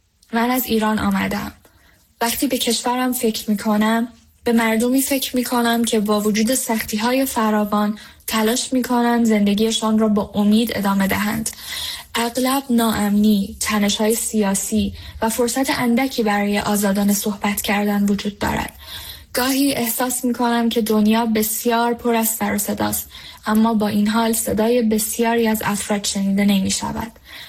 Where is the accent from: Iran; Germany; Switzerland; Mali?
Iran; moved away; Ich komme aus dem Iran.